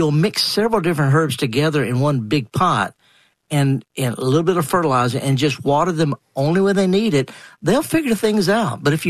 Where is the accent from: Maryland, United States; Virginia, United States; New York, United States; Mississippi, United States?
Mississippi, United States; I'm from Mississippi, I've gardened half the year in England